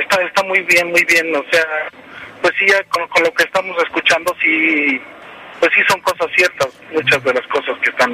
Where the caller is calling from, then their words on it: Mexico City, Mexico; De aquí, de la Ciudad de México.